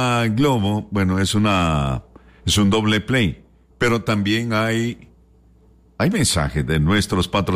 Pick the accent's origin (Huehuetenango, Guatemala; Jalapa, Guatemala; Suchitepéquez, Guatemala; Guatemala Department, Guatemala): Suchitepéquez, Guatemala; Mazatenango; eso me lleva a Mazatenango. A mi tierra